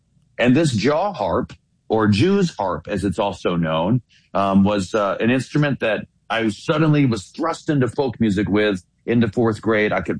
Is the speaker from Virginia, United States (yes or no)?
yes; Virginia, United States; Well, like you mentioned, I grew up in Virginia